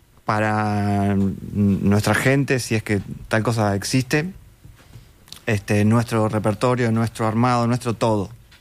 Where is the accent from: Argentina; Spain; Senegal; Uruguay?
Uruguay; Montevideo; born there; moved away